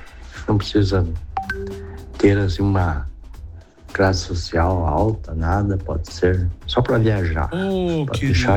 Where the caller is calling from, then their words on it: Ponta Grossa, Paraná, Brazil; Ah, eu sou de Ponta Grossa